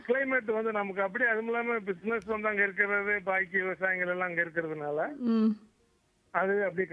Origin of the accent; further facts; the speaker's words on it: Cumbum, Tamil Nadu, India; moved away as an adult; now in Kerala, India; தேனி மாவட்டம், கம்பம்.